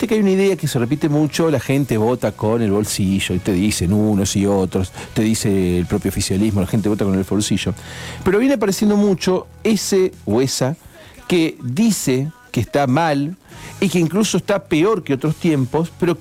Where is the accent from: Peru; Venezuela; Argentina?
Argentina